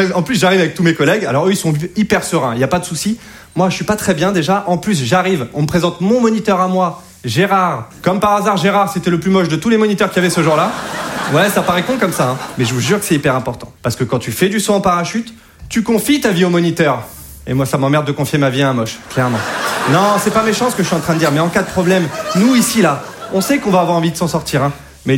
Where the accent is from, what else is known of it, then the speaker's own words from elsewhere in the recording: Hauts-de-France, France; Je suis pas de Paris à la base. Moi, je viens de Picardie.